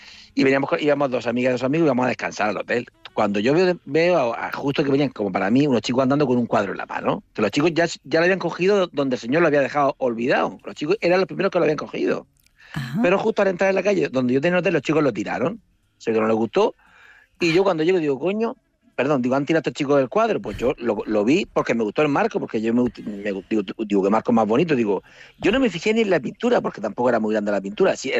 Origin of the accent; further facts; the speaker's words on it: Murcia, Region of Murcia, Spain; Digo, mire … soy de Murcia y tal.